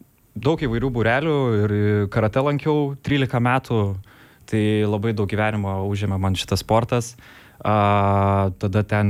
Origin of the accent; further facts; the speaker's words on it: Vilnius, Vilnius County, Lithuania; Šiaip kurį laiką gyvenau Lazdynuose, po to taip atsitiko, kad persikraustėm į Saulėtekį, čia Antakalnio galas, bet mano visi draugai kažkaip gyveno Žirmūnuose, kadangi lankiau Tuskulėnų vidurinę, po to gimnaziją tapo.